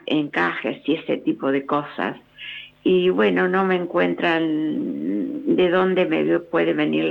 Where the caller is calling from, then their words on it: Buenos Aires, Argentina; de la del barrio de Belgrano.